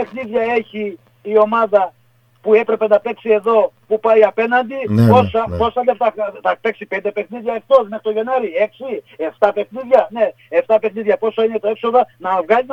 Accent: Zakynthos, Ionian Islands, Greece; Εμένα με ρωτάνε … και από πού είσαι, λέω από Ζάκηδο είμαι.

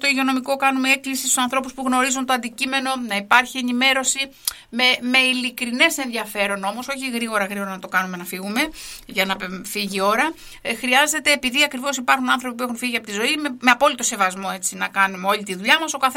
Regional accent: Laganas, Ionian Islands, Greece; στην ιδιαίτερη, πολύ ιδιαίτερη περιοχή που μεγάλωσα στο Λαγανά

